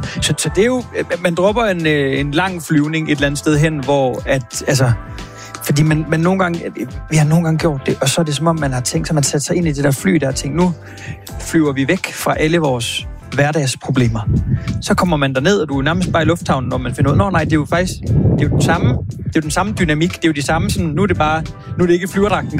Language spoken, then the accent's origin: Danish; Hirtshals, North Denmark Region, Denmark; moved away; Jeg er fra Hirtshals, og det er jo Vesterhavet, og det er også mange gode spisesteder. Altså sådan en by, man er glad for at komme fra